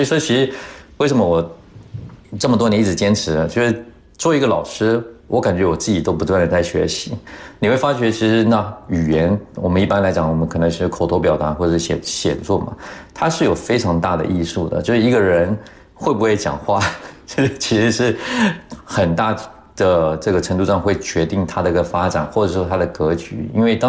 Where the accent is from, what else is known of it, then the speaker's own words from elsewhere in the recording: China; 因为对于我们中国人来讲，我们其实中文也有语法，对吧？